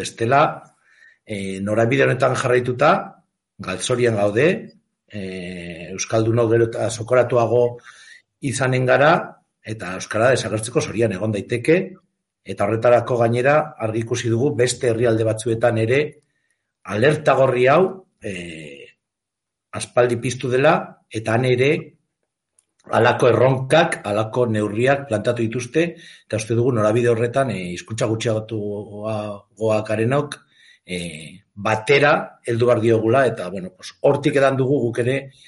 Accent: Pamplona, Navarre, Spain; Eta zer esanik ez, ni iruindarra naiz, iruinean bizi naiz

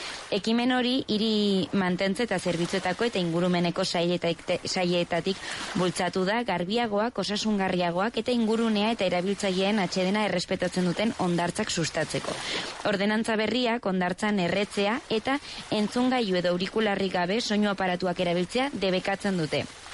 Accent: Eltzaburu, Navarre, Spain; Oso plan polita ere, nire herritik, Eltzaburutik, oinez joaten gara, joan altzara.

